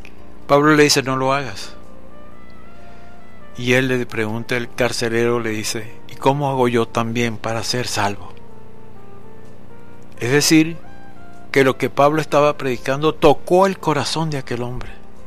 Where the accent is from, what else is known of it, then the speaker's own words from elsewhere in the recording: Carúpano, Sucre, Venezuela; Yo me crié en Carúpano. Y era Casanay. La carretera era de tierra y no había transporte como ahora.